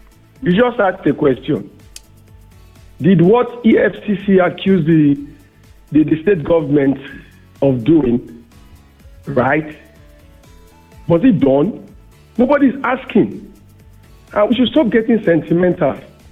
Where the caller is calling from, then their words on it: Itele, Ogun, Nigeria; It's in Ogun State, Jebu East.